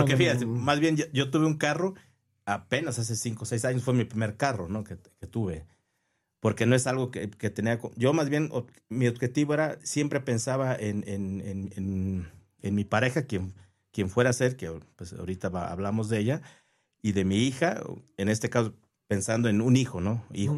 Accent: Mexico; Yo quería estar aquí en mi país.

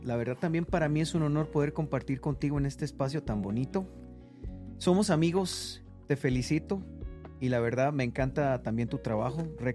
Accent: Costa Rica; also born or lived in Nicaragua; now in Mexico; yo me crié en Costa Rica, nací en Nicaragua, me crié en Costa Rica. Tengo como esas dos partes, ¿verdad?

